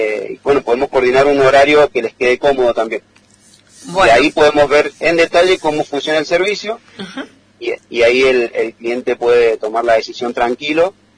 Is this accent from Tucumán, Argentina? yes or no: no; San Rafael, Mendoza, Argentina; tenemos el mismo código área de Malargüe, nosotros somos de San Rafael, así que estamos en permanente contacto con Malargüe.